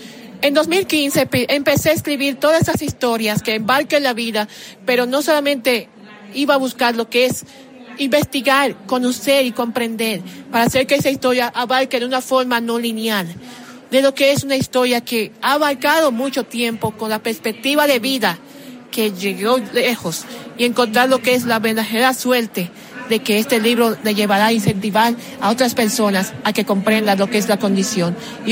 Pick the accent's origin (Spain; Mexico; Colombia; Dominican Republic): Dominican Republic